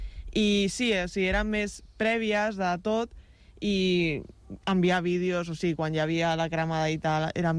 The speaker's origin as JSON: {"language": "Catalan", "town": "Badalona", "region": "Catalonia", "country": "Spain", "tie": "born or raised there", "said": "com a tradició badalonina, perquè clar, al final també he estat alumne d'escoles d'allà, de Badalona"}